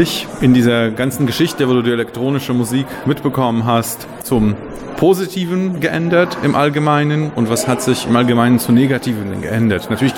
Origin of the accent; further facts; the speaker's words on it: Frankfurt, Hesse, Germany; ich bin ja auch Frankfurter